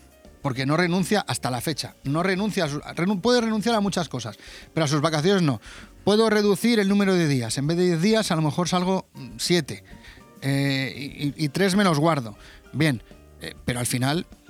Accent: Benidorm, Valencian Community, Spain; born there; Yo, como he dicho, soy de Benidorm, nací en Benidorm, vivo en Benidorm, disfruto de Benidorm y amo y siento una pasión tremenda por mi ciudad

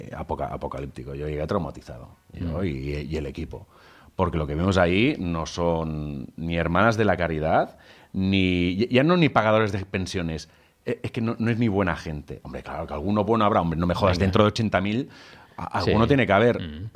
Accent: Spain; aquí los únicos que pagamos el pato por el cambio climático o lo que sea somos los gilipollas españoles, ¿no?

